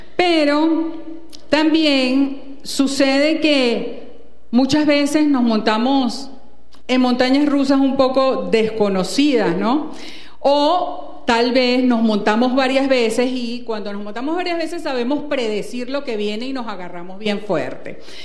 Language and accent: Spanish; Venezuela